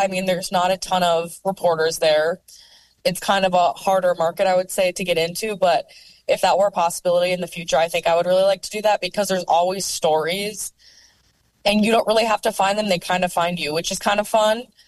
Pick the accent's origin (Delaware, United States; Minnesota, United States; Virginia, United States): Minnesota, United States; Duluth; moved away as an adult; now in Minneapolis, United States; growing up in Duluth, which is a bigger city in Minnesota, and then moving to Minneapolis, I've never lived in a super small town.